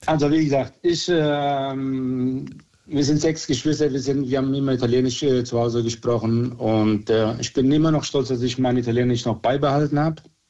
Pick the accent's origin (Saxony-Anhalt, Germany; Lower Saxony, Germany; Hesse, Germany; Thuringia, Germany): Hesse, Germany; Frankfurt; also born or lived in Sicily; Und ich kann auch mehrere Sprachen, denn ich bin im Frankfurt Bahnhof groß geworden.